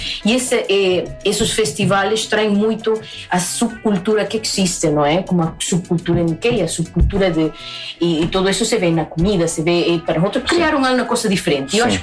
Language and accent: Portuguese; Peru; moved away; nós somos peruanos